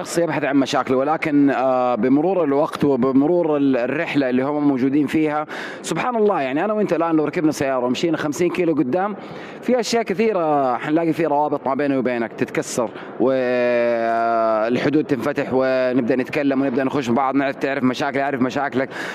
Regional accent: Saudi Arabia; عندنا في المملكة العربية السعودية

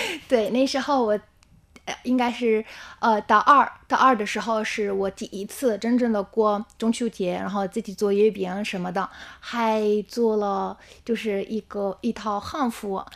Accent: Tunisia; Chinese is a second language; 平时每次我说我来自突尼斯，第一个问题就是突尼斯在哪儿？

